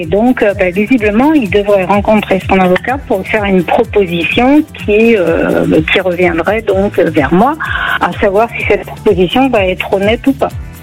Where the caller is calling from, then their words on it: Nouvelle-Aquitaine, France; De Gironde.